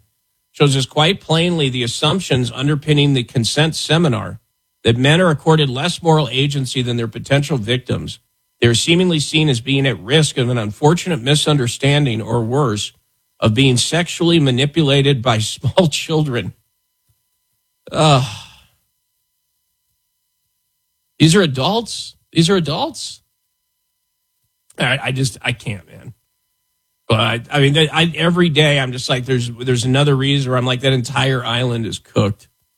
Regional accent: Wyoming, United States; I grew up in Wyoming, even though we didn't raise sheep.

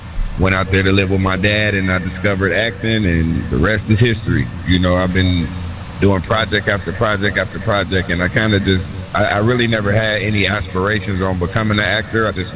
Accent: Chicago, Illinois, United States; Man, I'm born and raised in Chicago, Southside, Wild Hunted, part of the city, Roseland community. I was born at Roseland Hospital, 1975.

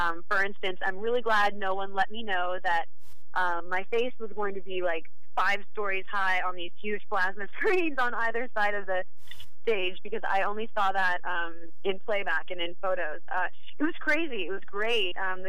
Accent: Wichita, Kansas, United States; now in Los Angeles, United States; Yeah, I'm from Wichita, Kansas.

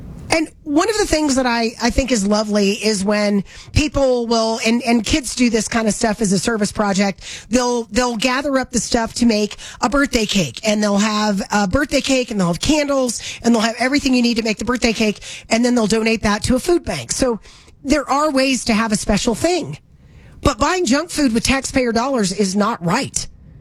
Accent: Deep South, United States; I am from the Deep South.

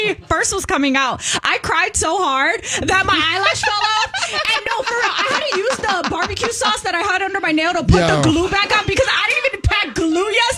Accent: Chicago, Illinois, United States; now in San Diego, United States; I'm from Chicago.

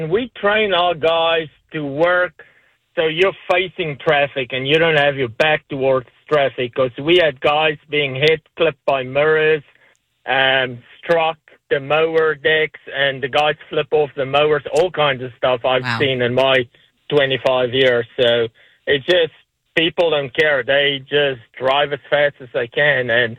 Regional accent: South Africa; No, I'm from South Africa.

